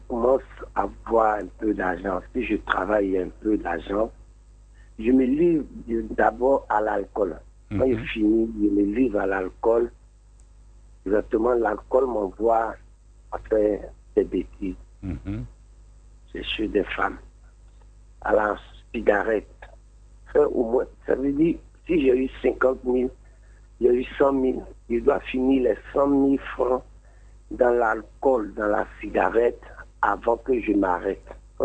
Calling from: Abidjan, Côte d’Ivoire

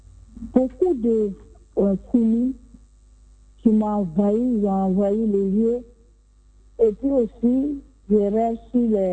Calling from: Kumasi, Ashanti, Ghana

